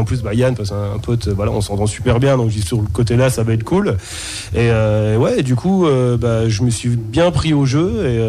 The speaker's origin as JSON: {"language": "French", "town": "Toul", "region": "Grand Est", "country": "France", "also_born_or_lived": "Antilles", "moved": "yes", "lives_now": "Chantraine, France", "said": "je suis chantrainois, du coup j'habite à Chantraine. Mm-hmm. Mais en fait je suis pas du coin, mais en fait je suis du coin d'ici, parce que je suis toulois, je suis né à Toul, du coup."}